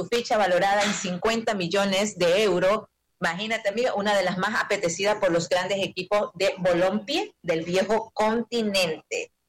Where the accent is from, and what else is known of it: Ecuador